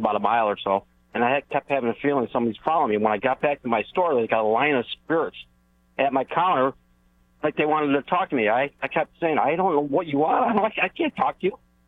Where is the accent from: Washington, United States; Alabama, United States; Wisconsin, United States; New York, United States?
New York, United States; now in Maui, United States; But anyways, I'm from upstate New York, and I had a small auto parts business.